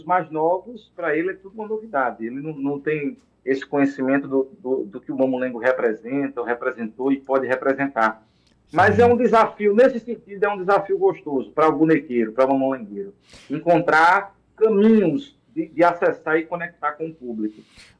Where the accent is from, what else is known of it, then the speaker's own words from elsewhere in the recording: Quiuma, Pernambuco, Brazil; born there; Eu nasci em Quiuma, entre Teume e Carpina.